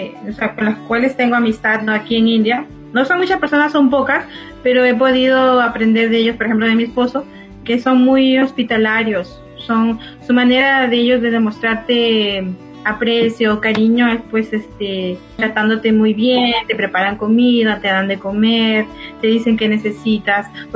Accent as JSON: {"language": "Spanish", "region": "Piura", "country": "Peru", "said": "pero yo que soy del norte, de Piura, estoy con la risotada, estoy siempre hablando, molestando."}